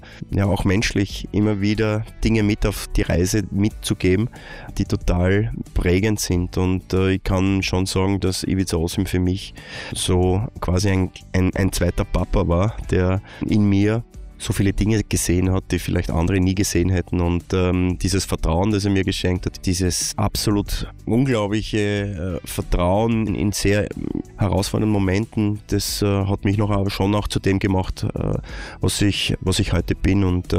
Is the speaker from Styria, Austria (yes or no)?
yes; Graz, Styria, Austria; und meine erste Station ist glücklicherweise nicht in Wahrheit eine Station, sondern ist in Wahrheit meine Heimat. Ich habe das Glück gehabt, als Steirer, als Grazer, bei dem Verein, den ich jedes Wochenende die Daumen gedrückt habe